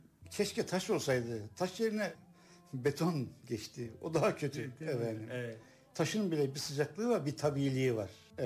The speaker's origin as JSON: {"language": "Turkish", "region": "Tokat", "country": "Turkey", "tie": "born there", "also_born_or_lived": "Erzurum / Istanbul", "moved": "as an adult"}